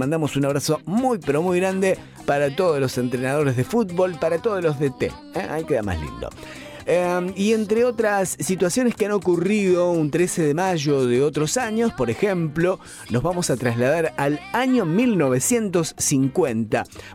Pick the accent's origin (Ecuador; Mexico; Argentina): Argentina